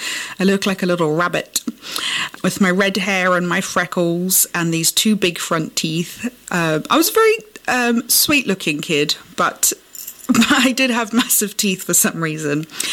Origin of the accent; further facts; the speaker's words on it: Ceres, Western Cape, South Africa; born there; So we went to a school in Ceres, which was the nearest big town to our farm. And it was completely Afrikaans rather than mixed.